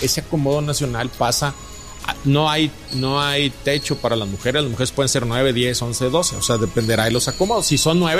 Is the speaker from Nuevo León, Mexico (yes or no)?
yes; Monterrey, Nuevo León, Mexico; el Nuevo León de mi infancia. En mi infancia en Nuevo León